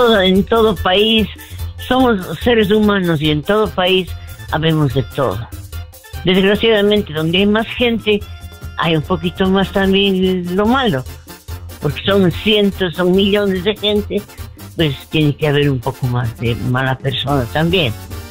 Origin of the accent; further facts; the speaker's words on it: Ecuador; Yo hablé a mi país, yo soy ecuatoriana, y yo hablé a mi país con mi hermano antes del juego